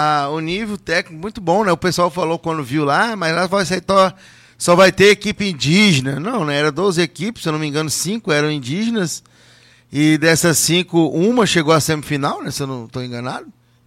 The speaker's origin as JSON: {"language": "Portuguese", "town": "Barra do Garças", "region": "Mato Grosso", "country": "Brazil", "said": "Então passou aí de Nova Chavantina pra nós, que somos aqui de Barra do Garças, já fala que é lá pra baixo."}